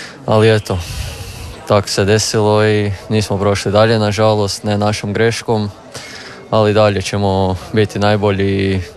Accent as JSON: {"language": "Croatian", "town": "Gornja Stubica", "region": "Krapina-Zagorje County", "country": "Croatia", "said": "Ne, ja sam iz Gornje Stubice."}